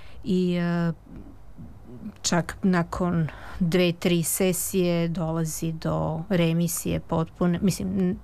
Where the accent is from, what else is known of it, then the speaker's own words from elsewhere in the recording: Serbia; ja sam jedina iz Srbije i ja dolazim iz zemlje koja je jedina koja nije prihvatila ovakav vid medicine u zvaničnom smislu.